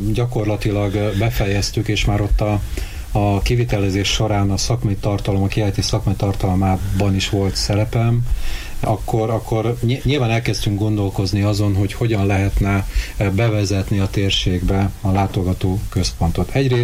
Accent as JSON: {"language": "Hungarian", "town": "Miskolc", "region": "Borsod-Abaúj-Zemplén", "country": "Hungary", "tie": "born or raised there", "also_born_or_lived": "Szabolcs-Szatmár-Bereg County / Hajdú-Bihar County", "moved": "as an adult", "said": "Itt születtem, és itt is nőttem fel. Aztán hát felnőtt fejjel elkerültem Miskolc városából. Hát alapvetően Szabolcs és Hajdú megyében éltem."}